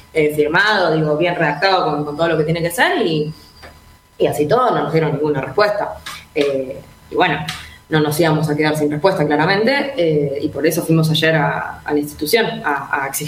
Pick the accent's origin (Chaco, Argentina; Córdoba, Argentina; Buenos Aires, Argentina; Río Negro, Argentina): Buenos Aires, Argentina; yo soy de CABA